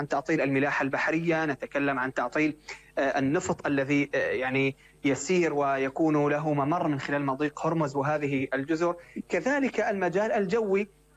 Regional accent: Syria; عندنا في سوريا

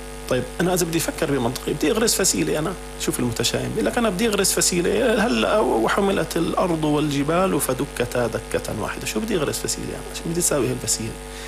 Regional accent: Syria; كلنا كسوريين بعد 14 سنة من المعاناة

